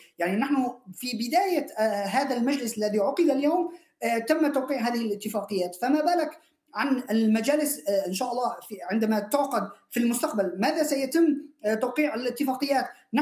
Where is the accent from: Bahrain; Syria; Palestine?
Syria; نحن كسوريين